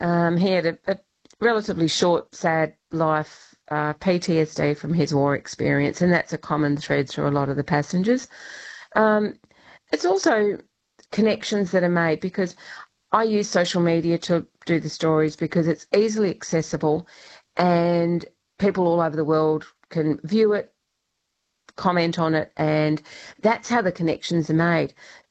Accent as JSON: {"language": "English", "town": "Boulder", "region": "Western Australia", "country": "Australia", "said": "And I'm from Boulder."}